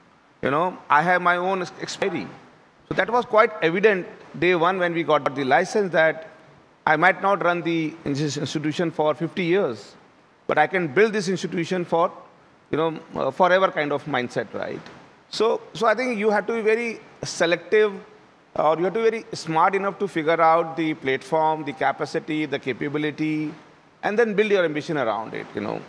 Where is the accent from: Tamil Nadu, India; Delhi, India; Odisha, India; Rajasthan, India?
Rajasthan, India; English is a second language; like, I am from Rajasthan, right? And Rajasthan population is close to 8 crore. I'd done a business there for 20 years